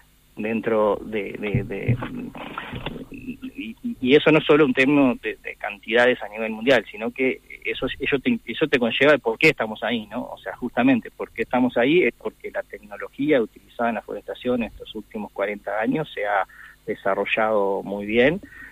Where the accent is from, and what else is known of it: Uruguay